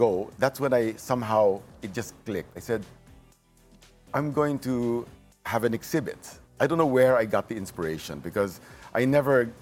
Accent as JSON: {"language": "English", "town": "Davao City", "region": "Davao Region", "country": "Philippines", "said": "because we're from Davao"}